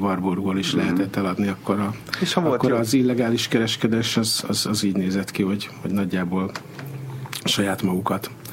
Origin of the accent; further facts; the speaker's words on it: Budaörs, Pest, Hungary; én Budaörsi vagyok